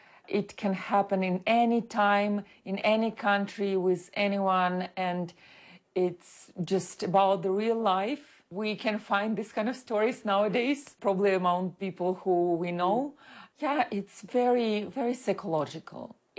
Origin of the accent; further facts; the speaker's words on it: Ukraine; and I grew up in 2000s in Ukraine